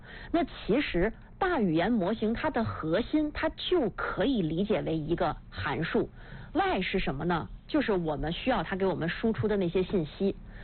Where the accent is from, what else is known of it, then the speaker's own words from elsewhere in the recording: China; 这是我们中国人语境当中出现最多的一种逻辑顺序